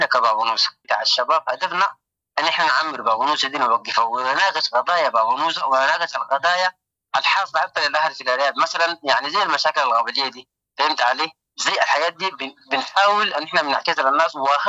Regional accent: Sudan

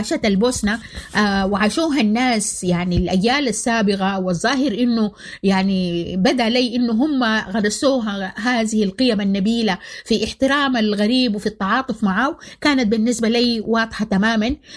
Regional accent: Sudan; moved away; وكنت انا يعني سودانيه

